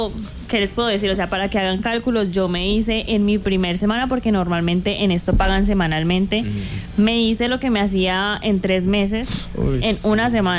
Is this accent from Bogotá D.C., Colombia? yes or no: yes; Bogotá, Bogotá D.C., Colombia; born there; now in Villavicencio, Colombia; yo nací en Bogotá. Llevo aquí aproximadamente 14 años.